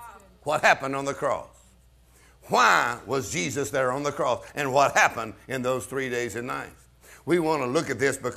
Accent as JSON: {"language": "English", "region": "Texas", "country": "United States", "said": "I'm from Texas."}